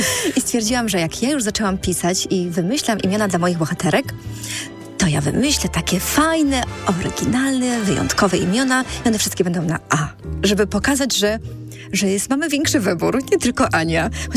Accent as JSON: {"language": "Polish", "region": "Podlaskie Voivodeship", "country": "Poland", "lives_now": "Łomża, Poland", "said": "ja pochodzę z bardzo małego miasteczka tak naprawdę pod Łomżą i mi zawsze jakoś było bliżej do tych małych miasteczek niż do tych większych miast"}